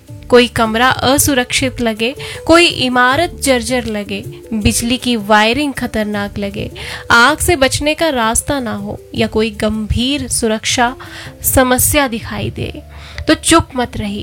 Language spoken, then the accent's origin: Hindi; Himachal Pradesh, India; धर्मशाला और हिमाचल के अगर हम बात करें तो हमारे यहाँ से भी हर साल बच्चे पढ़ाई और नौकरी के लिए बड़े शहरों में जाते हैं।